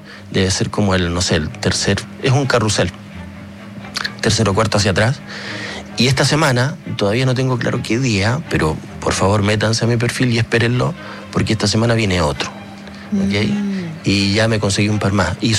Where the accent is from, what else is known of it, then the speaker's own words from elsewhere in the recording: Magallanes, Chile; Oye, yo soy magallánico, ¿no dice quién es?